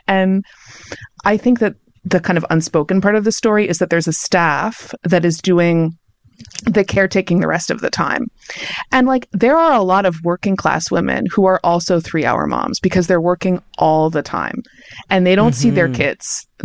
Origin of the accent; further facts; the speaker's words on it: Canada; this as a Canadian right now